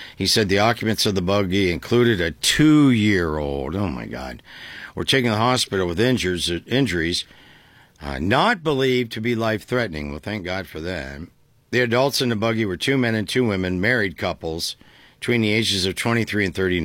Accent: Dover, Ohio, United States; I've seen thousands of Amish buggies growing up in Dover, Ohio.

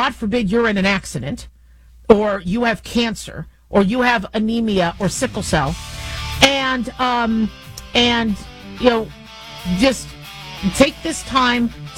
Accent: Nevada, United States; the fact that it started in Nevada, pretty cool. You know, that my home state

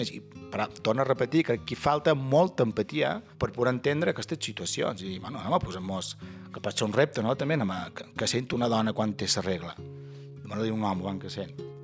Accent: Ferreries, Balearic Islands, Spain; Sant Joan és molt polit el que vulgueu, però jo som de Ferreries i crec que Sant Bartomeu pues, és molt més...

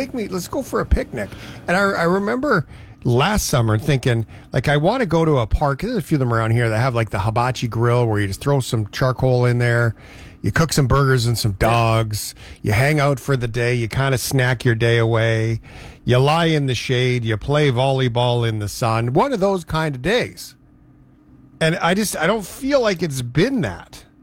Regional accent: Canada; as a Canadian, is there anything more disappointing than going through winter and then having a summer that never was?

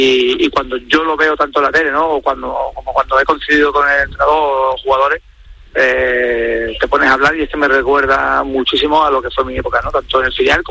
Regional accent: Málaga, Andalusia, Spain; also born or lived in A Coruña, Spain; que fue la primera vez que yo salí de Málaga

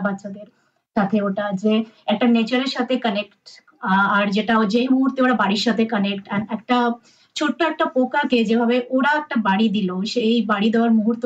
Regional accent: India; now in Adelaide, Australia; আমরা যারা মানে এখানে যারা বড় হচ্ছি, বিশেষ করে অ্যাডিলেডে, আর আমাদের চাইল্ডহুড কেটেছে ইন্ডিয়াতে

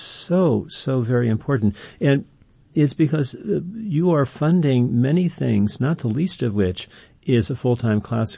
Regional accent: San Francisco, California, United States; now in Spokane, United States; growing up in San Francisco

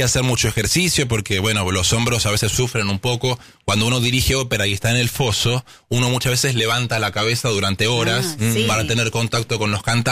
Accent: Argentina; moved away; Y es importante que nosotros como argentinos sepamos lo que tenemos.

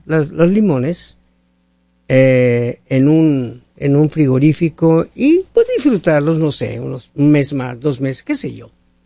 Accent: Mexico; moved away; yo que soy mexicano, dejé México, pero México no deja mi corazón.

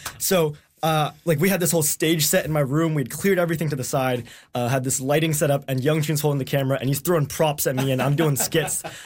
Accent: Vancouver, British Columbia, Canada; born there; I was born in Vancouver, but I moved here in like 2017.

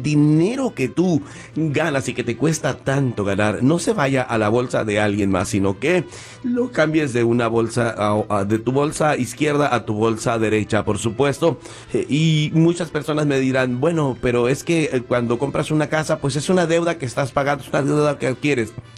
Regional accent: Mexico; están en México y mandan simplemente lo que se conoce como aquí se conoce como power attorney. Uh-huh. En mi país se conoce como carta poder.

